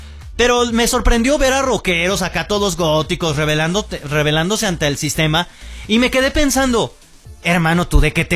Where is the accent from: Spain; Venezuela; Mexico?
Mexico; siendo mexicano